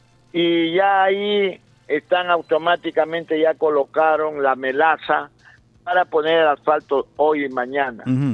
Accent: Peru; porque todos somos peruanos.

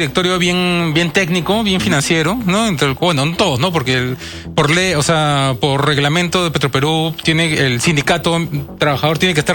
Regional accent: Peru

